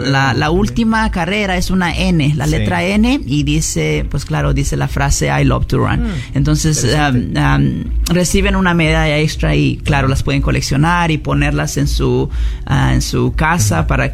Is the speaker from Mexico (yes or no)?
yes; Mexico; moved away